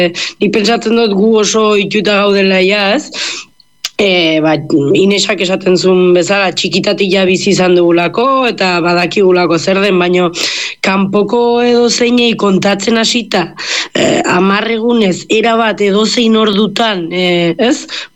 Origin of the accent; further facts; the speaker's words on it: Leitza, Navarre, Spain; ba urten leitzetik gure herritik ez da pasat